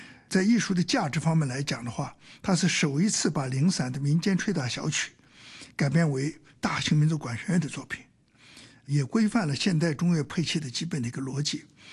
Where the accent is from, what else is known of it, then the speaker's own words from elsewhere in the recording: Hong Kong; 我们香港人很熟悉的那个就是当当当当当当当当当当，是这个啊。